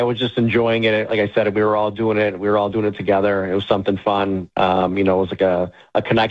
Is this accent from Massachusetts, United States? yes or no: no; Chicago, Illinois, United States; I grew up in Chicago's Little Italy neighborhood